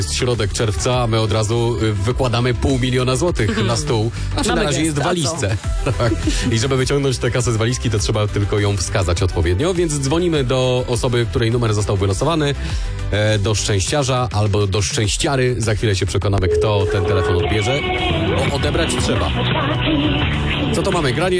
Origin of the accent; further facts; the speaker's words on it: Lower Silesian Voivodeship, Poland; doskonale jestem z Dolnego Śląska.